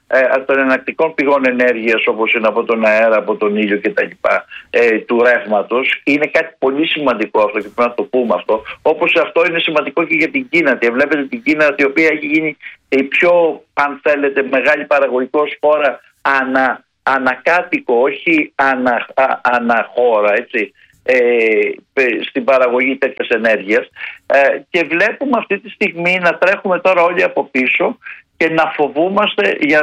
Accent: Greece; επειδή εμείς είμαστε σαν Έλληνες έμποροι

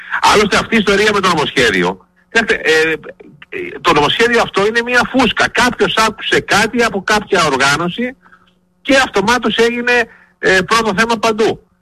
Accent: Greece; είμαστε Έλληνες πολίτες

